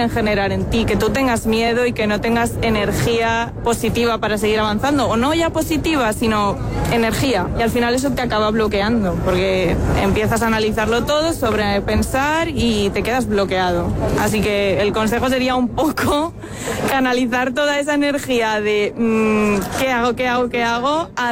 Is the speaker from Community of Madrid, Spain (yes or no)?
yes; Madrid, Community of Madrid, Spain; y yo soy de Madrid y es que veo que no voy a tener casa